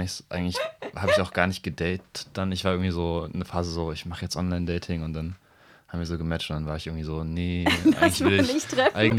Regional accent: Leipzig, Saxony, Germany; ich komme aus Leipzig, bin wie alt, 27

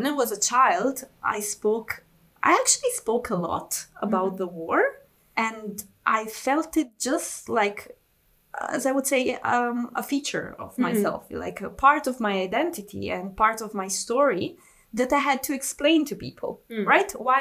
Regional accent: Florence, Tuscany, Italy; born there; English is a second language; also born or lived in Bosnia / Prague, Czech Republic; I spent most of my life in Florence, but I lived for 2 years in Prague, in Czech Republic

